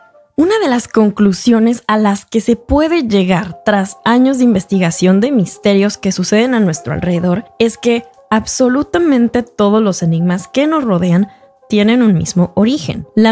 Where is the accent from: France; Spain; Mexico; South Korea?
Mexico; moved away; para quienes no me conocen, soy periodista, vengo de México.